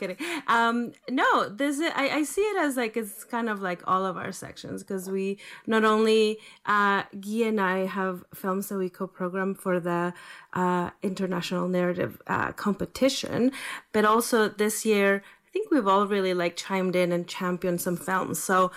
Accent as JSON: {"language": "English", "country": "El Salvador", "also_born_or_lived": "Guatemala", "said": "I'm from El Salvador, which is a neighboring country to Guatemala. And I actually lived and went to university in Guatemala."}